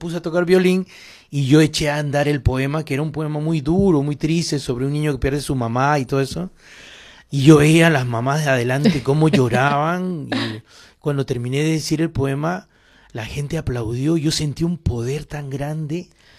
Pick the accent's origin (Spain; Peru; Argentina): Peru; Ayacucho; vengo de Ayacucho